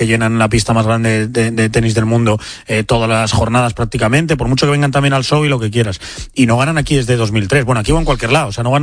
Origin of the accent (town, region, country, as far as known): Spain